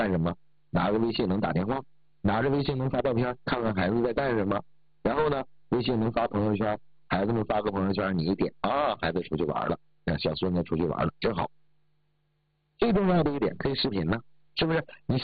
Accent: China; 你看我们中国的技术是不是后来者居上？我们中国人啊发的那个祝融号到哪里去了？

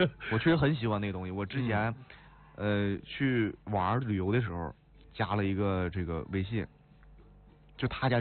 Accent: Northeast China, China; 可能作为东北人，怎么的骨子里就这个基因吧？

